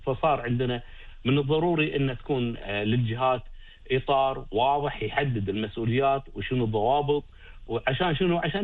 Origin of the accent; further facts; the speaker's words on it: Kuwait; إحنا كمواطنين كويتيين